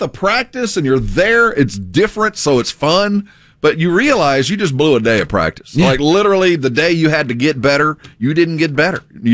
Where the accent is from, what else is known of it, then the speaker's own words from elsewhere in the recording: Texas, United States; as a Texan